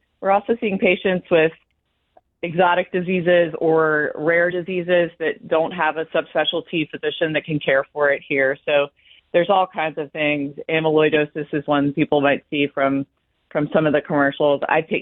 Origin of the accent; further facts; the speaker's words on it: Maryland, United States; I'm from Maryland.